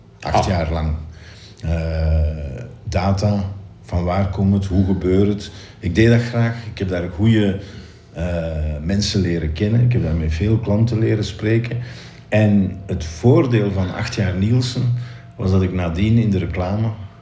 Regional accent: Belgium; zeker als Belg, dat staat ons aan.

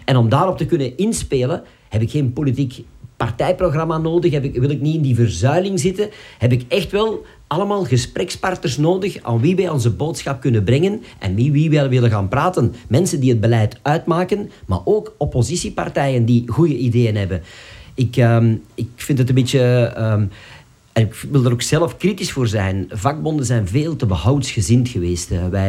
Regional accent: Flanders, Belgium; also born or lived in Schaarbeek; now in Nossegem, Belgium; Ik kom uit de Kempen eigenlijk.

